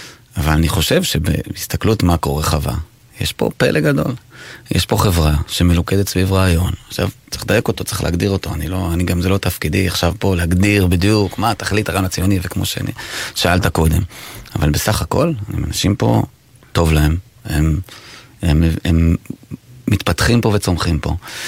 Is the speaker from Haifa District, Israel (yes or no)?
no; Tel Aviv, Tel Aviv District, Israel; also born or lived in Samaria / Hebron Hills; אני גדלתי ברמת אביב. נולדתי ברמת אביב, אבא שלי היה איש צבא, אדם לא דתי דרך אגב. משם עברנו לשומרון